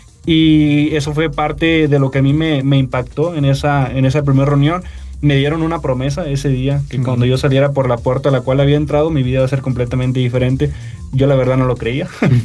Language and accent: Spanish; Reynosa, Tamaulipas, Mexico; Yo soy de Reynosa, Tamaulipas, la región Noreste 2, se le denomina.